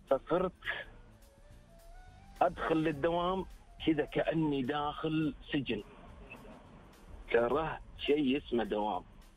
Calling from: Riyadh, Riyadh Province, Saudi Arabia; من الرياض.

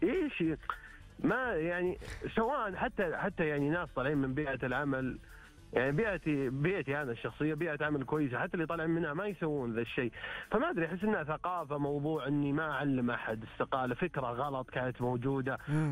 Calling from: Riyadh, Riyadh Province, Saudi Arabia; من الرياض.

